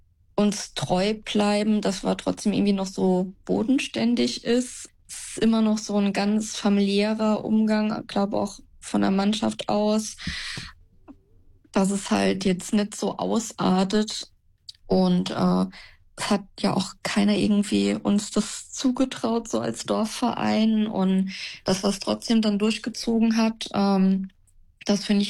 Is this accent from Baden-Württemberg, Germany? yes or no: no; Elversberg, Saarland, Germany